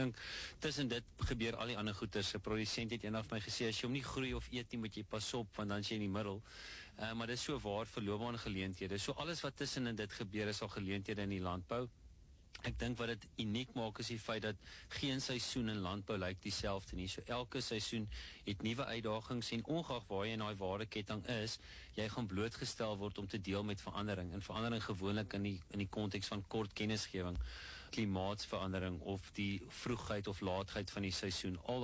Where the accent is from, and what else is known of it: Virginia, Free State, South Africa; born or raised there